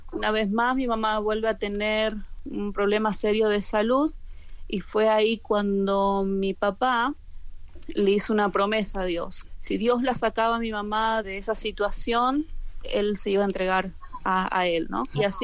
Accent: Argentina; moved away as an adult; also born or lived in northern Argentina; now in Canada; soy de Argentina. Estoy viviendo aquí en Canadá junto a mi familia desde octubre de 2017.

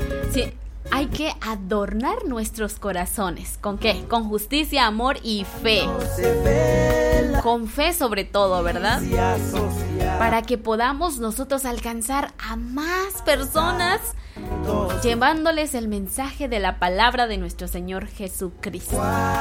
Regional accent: Guatemala; porque somos guatemaltecos, ¿verdad? Nuestras raíces son guatemaltecas y qué bendición ser de Guatemala.

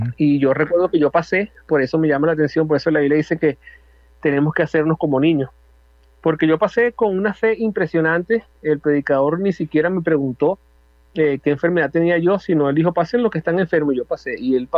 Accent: Venezuela; somos venezolanos y vivimos en Venezuela

